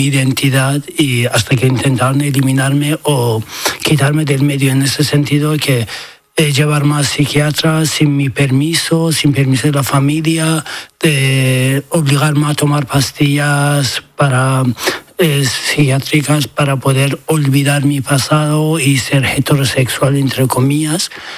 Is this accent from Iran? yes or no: yes; Iran; Spanish is a second language; A ver, ser homosexual en mi país está, no es algo que se habla ni en la educación, ni en el sistema, ni políticamente